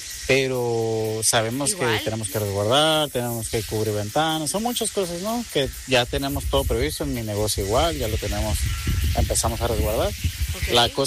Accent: La Paz, Baja California Sur, Mexico; nosotros ya tenemos toda la vida aquí. Pues yo soy nativo aquí a La Paz.

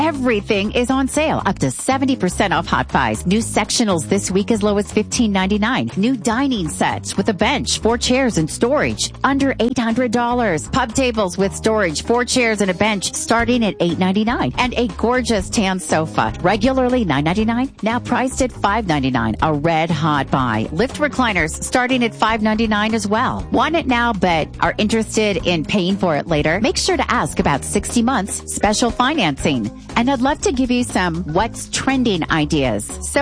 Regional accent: South Dakota, United States; born there; moved away; in my home state of South Dakota

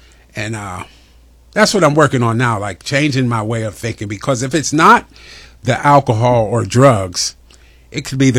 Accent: Pittsburgh, Pennsylvania, United States; also born or lived in Hershey, Pennsylvania; I was born in Pittsburgh, and born and raised in Pittsburgh.

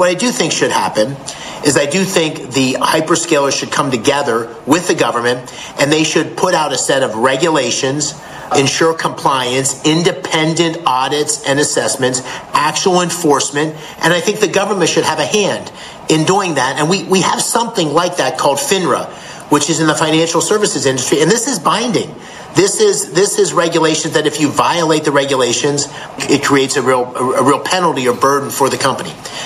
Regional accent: Columbia County, Pennsylvania, United States; Columbia County, where I grew up in Pennsylvania

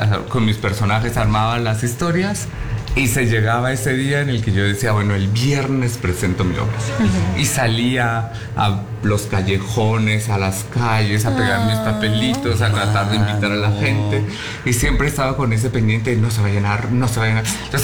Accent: Guatemala; yo soy guatemalteco

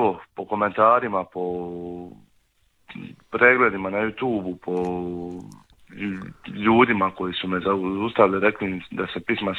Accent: Zaton, Šibenik-Knin County, Croatia; Spot je sniman u Zatonu kod Šibenika, odakle sam ja

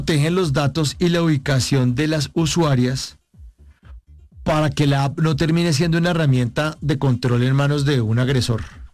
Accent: Bogotá, Colombia; moved away as an adult; now in Medellín, Colombia; yo soy bogotano, estoy viviendo en Medellín hace 5 años

